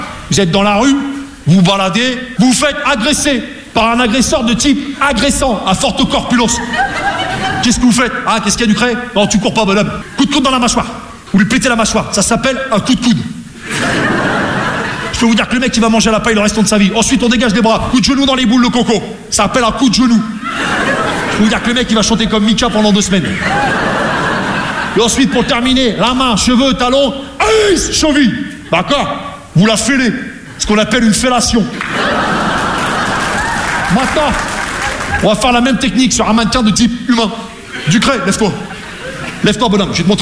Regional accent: Rouen, Normandy, France

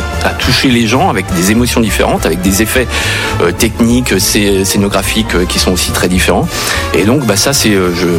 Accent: Pays de la Loire, France; Et moi j'ai grandi donc au Puy du Fou

